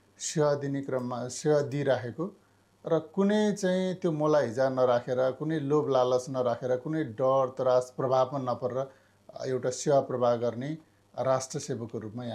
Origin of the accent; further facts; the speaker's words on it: Jajarkot, Karnali Province, Nepal; born there; now in Nepalgunj, Nepal; म खास गरी जाजरकोट मेरो जन्मस्थान हो।